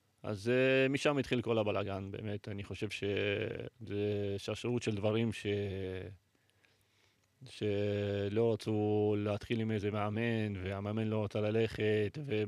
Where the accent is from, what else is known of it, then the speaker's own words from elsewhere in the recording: Nof HaGalil, Northern District, Israel; גם גדלתי ברחובות שם בנוף הגליל, וגם במועדון עצמו, מילדים עד לבוגרים.